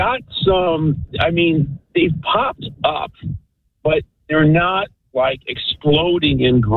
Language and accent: English; Michigan, United States; now in Oxford, United States; So I live up in Oxford. I'm originally from Michigan, and I'm not used to all of this hot weather that's been going on for the last 2 months.